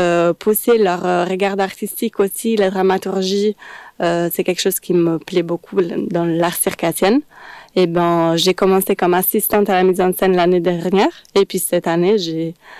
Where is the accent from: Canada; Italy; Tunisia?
Italy; Milan, Lombardy; now in Montpellier, France; Oui, alors moi j'ai grandi en Italie. J'ai eu la chance, dans ma ville à Milan, il y avait déjà un petit chapiteau qui avait surgi.